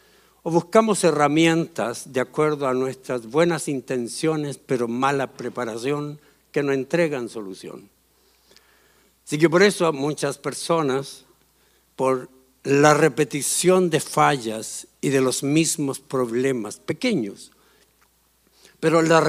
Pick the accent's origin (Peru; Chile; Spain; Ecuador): Chile; moved away; vamos a salir el día lunes a Chile, a nuestro país.